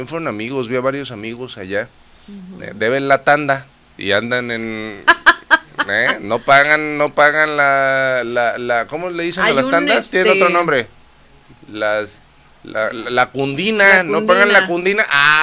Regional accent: Paraguay; Porque somos paraguayos, oiga, ¿no? Venga Paraguay, ¿no?

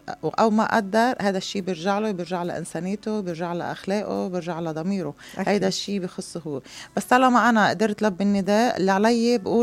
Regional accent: Kfar Kila, Nabatieh Governorate, Lebanon; moved away; وأحكي عن ضيعتي كفركلة

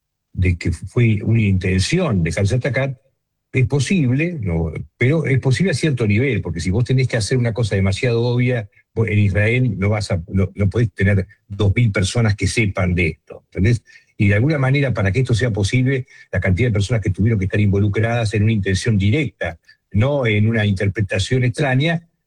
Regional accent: Argentina; que soy paisano y que de alguna manera yo soy un argentino

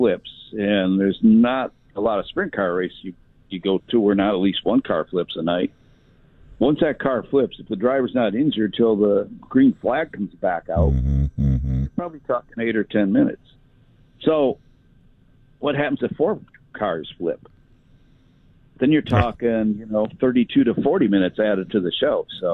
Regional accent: Midwest, United States; and growing up in the Midwest, I saw it when I was a little kid.

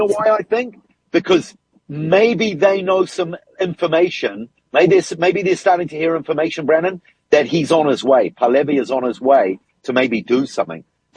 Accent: Israel; I said, I'm from Israel, and down in the south of Israel, we have an actual size tabernacle.

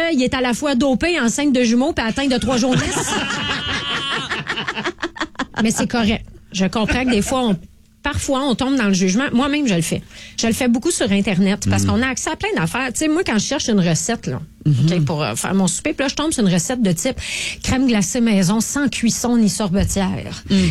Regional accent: Montreal, Quebec, Canada; je viens de Montréal

